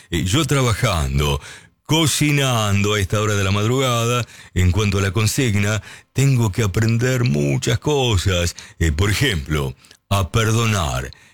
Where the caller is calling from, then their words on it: Chacabuco, Buenos Aires Province, Argentina; de Chacabuco.